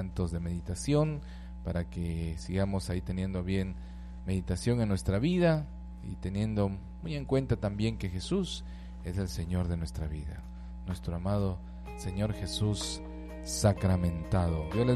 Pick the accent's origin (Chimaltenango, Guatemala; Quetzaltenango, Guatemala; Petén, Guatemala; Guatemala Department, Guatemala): Petén, Guatemala; Poptún; born there; a quienes somos nacidos acá en Poptún